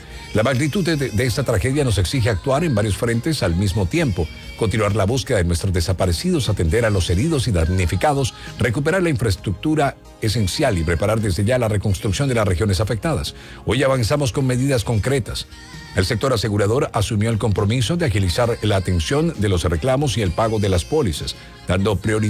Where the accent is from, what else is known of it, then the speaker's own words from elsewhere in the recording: Colombia; Los colombianos somos gente buena. Somos gente chévere.